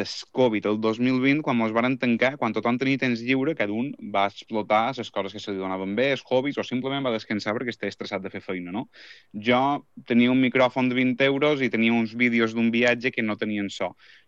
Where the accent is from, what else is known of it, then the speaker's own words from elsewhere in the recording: Sineu, Balearic Islands, Spain; Jo soc de Sineu. La meva mare és Llongueta, de Santa Catalina, i mon pare és de Zamora. I jo he nascut i m'he criat i visc encara dia d'avui a Sineu.